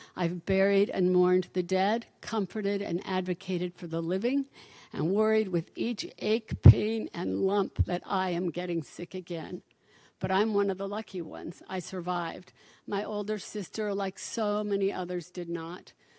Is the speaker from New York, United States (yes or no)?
no; Salt Lake City, Utah, United States; born or raised there